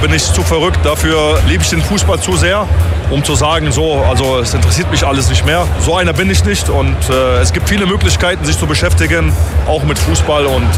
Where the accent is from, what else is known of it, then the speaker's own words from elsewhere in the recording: Poland; Ich schau immer, wo ich herkomme. Ich komme aus Polen, aus dem Nix, vom Bolzplatz und sitze jetzt heute hier